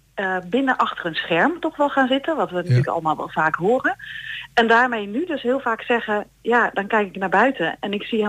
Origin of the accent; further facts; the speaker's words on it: Apeldoorn, Gelderland, Netherlands; Ik kom zelf uit Apeldoorn